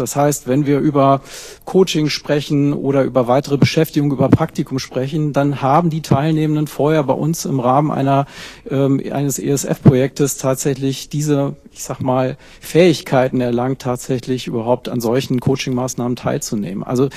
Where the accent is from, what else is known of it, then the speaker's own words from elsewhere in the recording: Flensburg, Schleswig-Holstein, Germany; Und da reden wir nicht, und gerade ich komme aus Flensburg, nicht von großen Unternehmen.